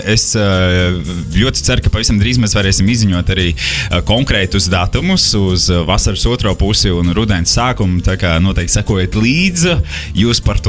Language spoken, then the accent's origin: Latvian; Sabile, Talsi Municipality, Latvia; es pats esmu no Sabils, no Talsiem.